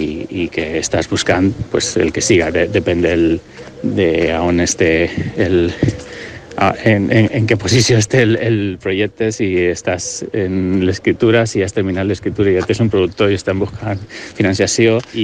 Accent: Elche, Valencian Community, Spain; Bé, jo soc d'Elx

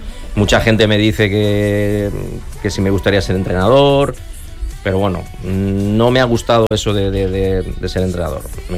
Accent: Aldaya, Valencian Community, Spain; Y encima en mi pueblo, que bueno, al final Aldaya para mí siempre ha sido pues un sitio donde yo me he criado, donde yo empecé.

